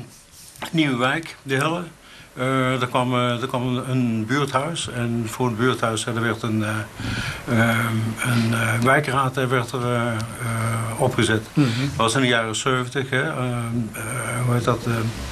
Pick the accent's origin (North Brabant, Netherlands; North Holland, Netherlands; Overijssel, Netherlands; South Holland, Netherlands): North Brabant, Netherlands; Tilburg; moved away as an adult; now in Gilze, Netherlands; ik ben in Tilburg geboren. We hebben in Tilburg gewoond tot we 22 waren. Toen zijn we verhuisd naar Goorlen. We hebben een huis gekregen in de Helle.